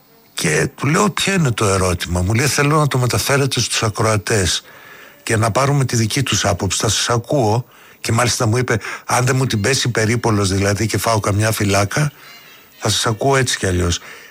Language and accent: Greek; Chania, Crete, Greece; γιατί είμαι και εγώ από τα Χανιά.